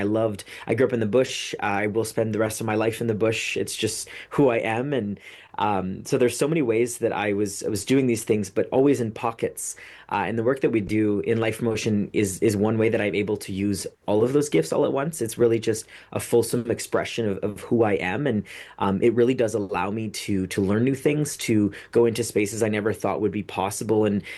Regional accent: French River, Ontario, Canada; I am someone from Doki's First Nation. I grew up in the surrounding communities of French River, La Rivière des Français.

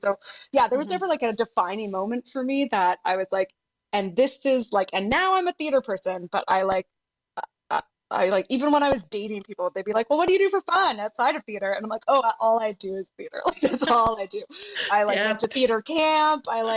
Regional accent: Ontario, Canada; moved away; also born or lived in Quebec; I grew up in Southern Ontario, but then lived most of my life in Quebec.

